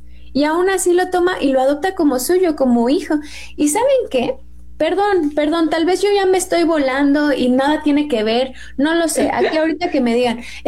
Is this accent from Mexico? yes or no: yes; Mexico; born there; sí, soy mexicana, porque soy mexicana de nacimiento y de corazón y de todo, ¿no?